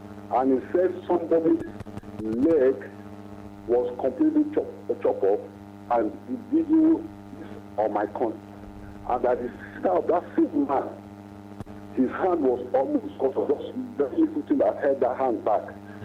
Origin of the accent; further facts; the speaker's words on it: Edo, Nigeria; moved away; my hometown in Edo State, Akoko Edo local government